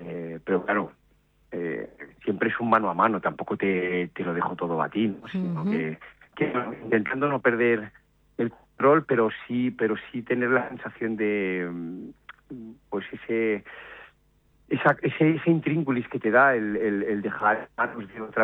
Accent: Mataró, Catalonia, Spain; yo soy de Mataró. Y mis padres son de Murcia

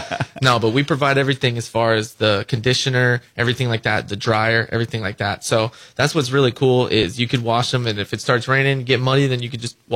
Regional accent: St. Petersburg, Florida, United States; moved away as an adult; now in Palm Coast, United States; I was born and raised in St. Peter area, which is pretty rare.

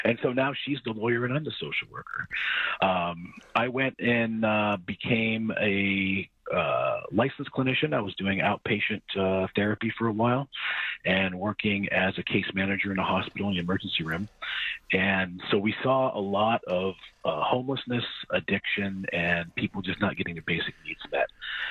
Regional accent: Oil City, Pennsylvania, United States; also born or lived in Oakland; I come originally from Oakland, is where I was born. But we moved to Oil City, and from there I wound up going to college in Pennsylvania

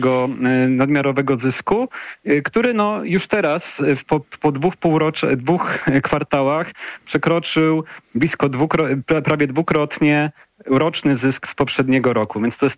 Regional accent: Kraków, Lesser Poland, Poland; gdzie no, ja akurat pochodzę z Krakowa, w tym roku mieliśmy podwyżkę cen biletów, sporo ludzi się przesiadło na samochody.

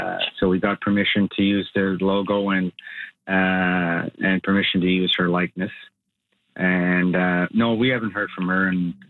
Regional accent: Quebec City, Quebec, Canada; I've always been a Montreal Canadiens fan. I grew up in Quebec City.

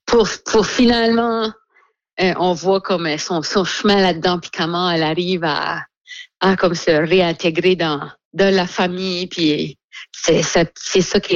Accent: Dieppe, New Brunswick, Canada; now in Shediac, Canada; Là, moi, j'ai grandi à Dieppe. Mm-hmm. C'est qu'on allait au Frenchies à Moncton quand j'étais petite. Puis la star, j'habite à Shediac.

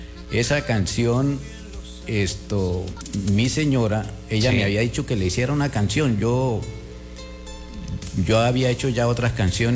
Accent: Ocaña, Norte de Santander, Colombia; now in Cúcuta, Colombia; Yo soy de Ocaña, pero vivo acá en Cúcuta hace mucho tiempo.

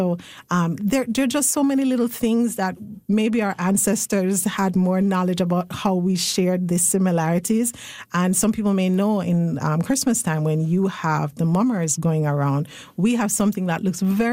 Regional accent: Jamaica; now in St. John's, Canada; for a lot of us, we look at what's happening back home

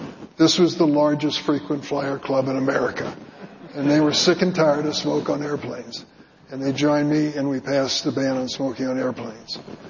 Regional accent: East St. Louis, Illinois, United States; When I was growing up in East St. Louis, Illinois, my father got sick with lung cancer.

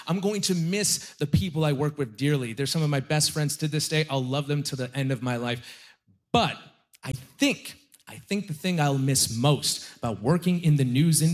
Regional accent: Halifax, Nova Scotia, Canada; born or raised there

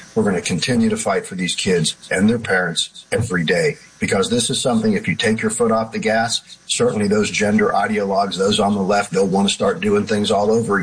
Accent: Alabama, United States; You know, I come from Alabama, And we've taken an incredibly strong stance early on in protecting our children.

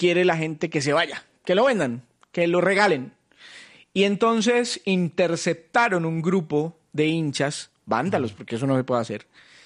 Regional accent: Colombia; iba a tener mucha repercusión en mi país esto que ocurrió. Lastimosamente en Colombia me defendía jugando. Aquí pues difícil.

